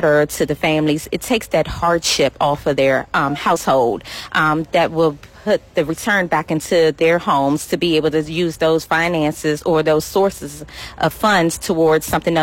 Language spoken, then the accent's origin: English; Washington, District of Columbia, United States; Growing up in Southeast Washington, D.C., I was always a recipient of back-to-school events.